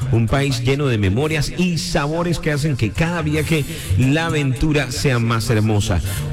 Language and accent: Spanish; Colombia; Yo soy de Colombia, el país de la belleza.